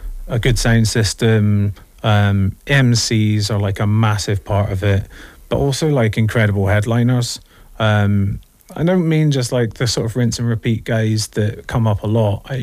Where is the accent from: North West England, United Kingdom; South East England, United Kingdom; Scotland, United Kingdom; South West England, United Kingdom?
South West England, United Kingdom; Bristol; they know that I'm from Bristol